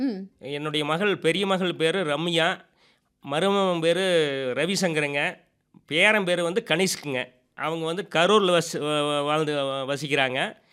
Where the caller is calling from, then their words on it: Kodumudi, Tamil Nadu, India; நீங்கள் எந்த ஊர்னு கேட்டார், நான் கொடுமுடி ராசாமலையம்னு சொன்னேங்க.